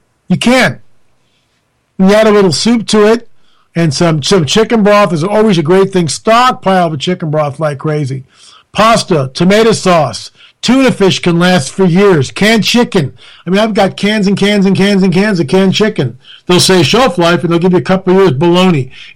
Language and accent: English; Sydney, New South Wales, Australia; I'm from Sydney, Australia. Good day.